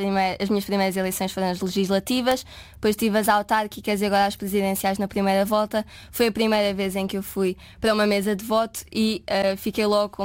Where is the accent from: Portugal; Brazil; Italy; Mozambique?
Portugal; Lisbon; Sou de Lisboa, exatamente.